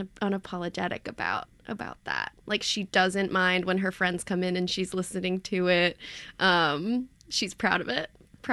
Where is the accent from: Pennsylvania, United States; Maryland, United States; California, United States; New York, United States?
New York, United States; New York City; I grew up in New York City